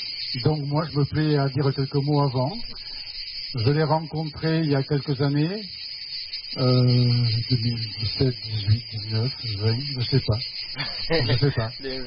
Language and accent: French; Spain; now in Aveyron, France; Et moi, je viens d'Espagne.